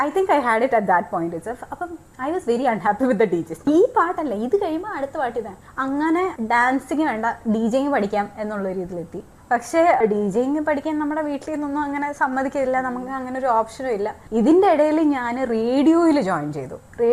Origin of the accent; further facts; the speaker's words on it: Dubai, United Arab Emirates; ഞാൻ ദുബായിലാണ് പഠിച്ചത് വളർന്നതൊക്കെ.